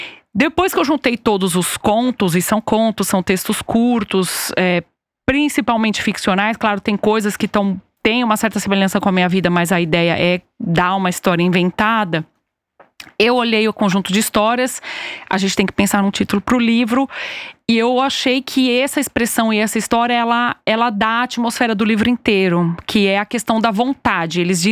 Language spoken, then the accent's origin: Portuguese; São Paulo, Brazil; mas não sou descendente de japoneses. Mas como eu cresci em São Paulo, eu acho que eu cresci muito cercada dessas pequenas coisas na cultura, né?